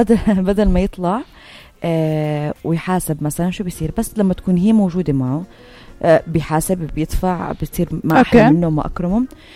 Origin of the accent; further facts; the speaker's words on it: Hebron, West Bank, Palestine; أنا من الخليل